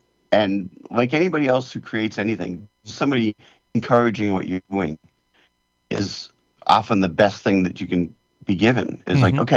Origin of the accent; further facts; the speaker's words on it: United States; I'm this American guy.